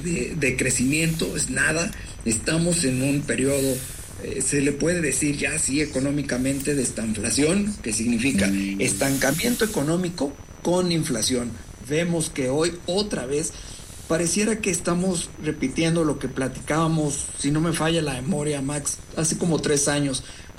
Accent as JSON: {"language": "Spanish", "country": "Mexico"}